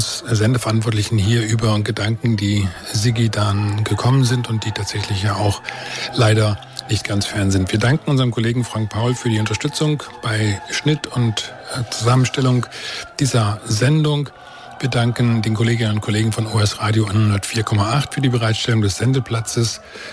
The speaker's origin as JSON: {"language": "German", "country": "Germany", "said": "als Deutscher"}